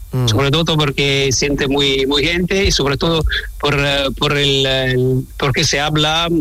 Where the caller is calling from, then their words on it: Italy; Spanish is a second language; No, de origen andaluz, pero soy italiano.